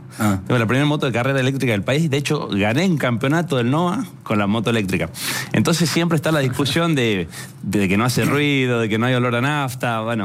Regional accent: Argentina; born there; En mi provincia ando con buenos vehículos desde que soy chico, uh-huh, vengo de una familia de mucho laburo, de muchos años, 4 generaciones de laburo

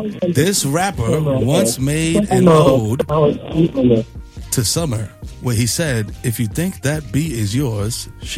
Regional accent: New York City, New York, United States; now in New Jersey, United States; I'm from the Bronx, but my house is in Jersey.

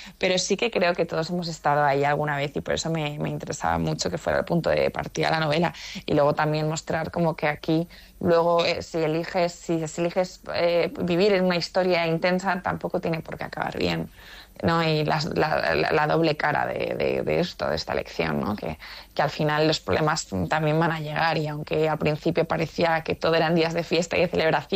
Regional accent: Zaragoza, Aragon, Spain; Porque, bueno, yo soy de Zaragoza, pero de hecho le ponen en esto de mi libro.

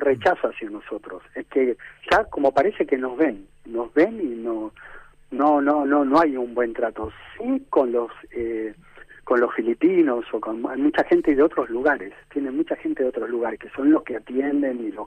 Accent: Argentina; lo loco que somos los argentinos

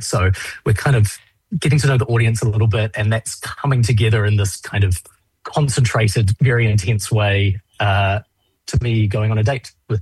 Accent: New Zealand; Growing up in New Zealand, it was very much puberty was the kind of focus.

